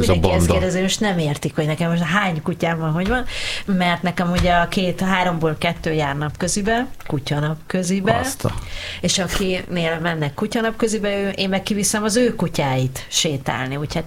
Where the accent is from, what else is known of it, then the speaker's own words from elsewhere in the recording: Budapest, Hungary; born there; also born or lived in Jászfényszaru, Jász-Nagykun-Szolnok; Hát ugye én Tanyán nőttem fel, félig meddig, tehát jó régóta. 12. kerületben még előtte éltünk, de egyébként Budapesten születtem, a második kerületben, vagy bocsánat, a 12. kerületben